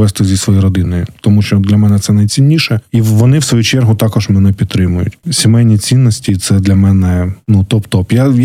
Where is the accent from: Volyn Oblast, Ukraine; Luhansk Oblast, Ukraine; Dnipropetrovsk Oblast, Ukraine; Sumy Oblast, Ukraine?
Dnipropetrovsk Oblast, Ukraine; Kryvyi Rih; moved away; в моєму рідному Кривому Розі, ну, все не так, ага, не так яскраво. Це більш таке промислове місто.